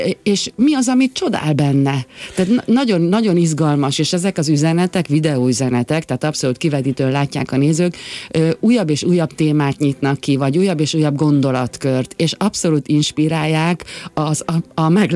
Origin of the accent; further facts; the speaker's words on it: Bonyhád, Tolna, Hungary; én emlékszem arra a kislányra … aki ül otthon Bonyhádon az udvaron